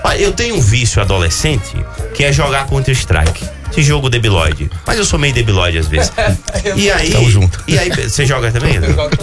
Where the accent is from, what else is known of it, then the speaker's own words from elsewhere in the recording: Brazil; nós brasileiros